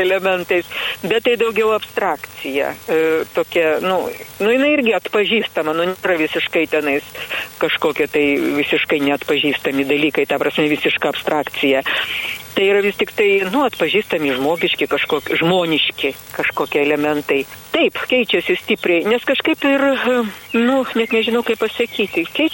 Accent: Vilnius, Vilnius County, Lithuania; Aš iš Vilniaus miesto, štiodu šitą interviu.

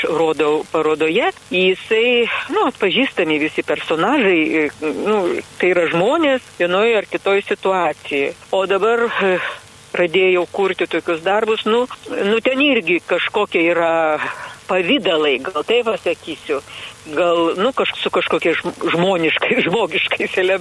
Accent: Vilnius, Vilnius County, Lithuania; Aš iš Vilniaus miesto, štiodu šitą interviu.

